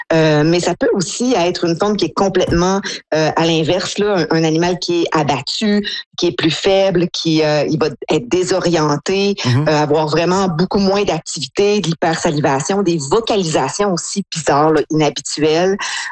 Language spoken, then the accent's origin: French; Quebec, Canada; En tout cas, moi, dans ma jeunesse au Lac-Saint-Jean, c'était comme ça.